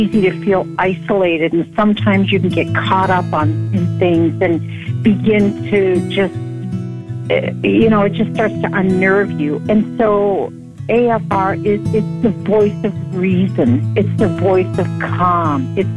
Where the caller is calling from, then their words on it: Minnesota, United States; I'm calling from Minnesota.